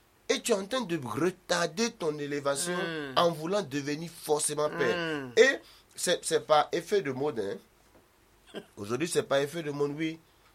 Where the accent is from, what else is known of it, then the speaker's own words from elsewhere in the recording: Guinea; Surtout chez nous en Guinée.